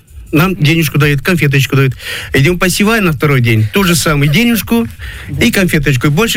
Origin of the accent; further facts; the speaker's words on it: Moldova; moved away as an adult; now in Krasnodar Krai, Russia; Вот я сам с Молдавии, думаю, как бы 24 года мне был, когда я приехал здесь, на Кубань.